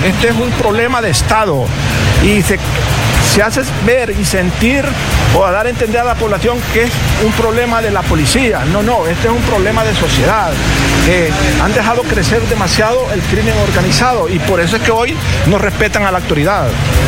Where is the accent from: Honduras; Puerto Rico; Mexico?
Honduras; todos nos unamos como hondureños